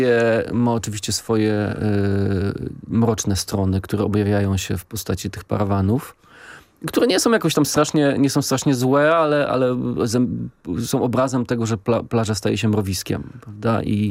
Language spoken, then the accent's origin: Polish; Warsaw, Masovian Voivodeship, Poland; a ja z Warszawy jadąc nad morze myślę przede wszystkim o Trójmieście, a nie o Międzyzdrojach